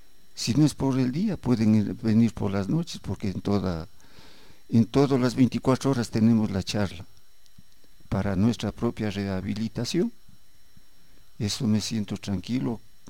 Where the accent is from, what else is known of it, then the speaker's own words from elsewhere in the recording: Tungurahua, Ecuador; pues no, porque soy de Tungurahua.